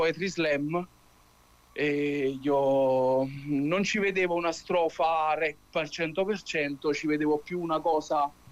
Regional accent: Cervinara, Campania, Italy; c'è Matthew Banshee, che è un ragazzo di Cervinara del mio paese

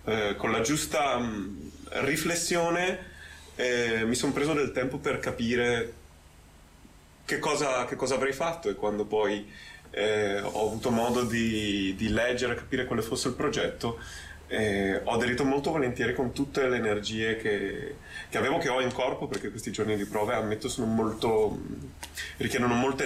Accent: Brescia, Lombardy, Italy; io sono bresciano, quindi in città io sono a casa.

